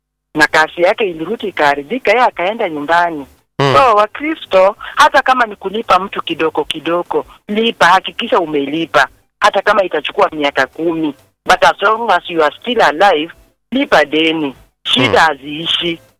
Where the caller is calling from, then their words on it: Nairobi, Kenya; kwa Kayole Junction.